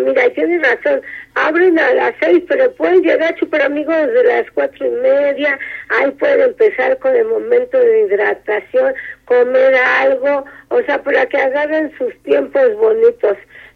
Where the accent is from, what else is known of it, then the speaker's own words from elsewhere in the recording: Mexico City, Mexico; born there; Yo soy nacida acá de la Ciudad de México.